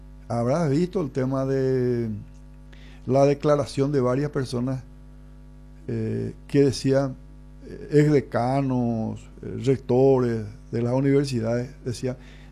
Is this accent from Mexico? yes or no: no; Paraguay; No es lo que yo quiero como paraguayo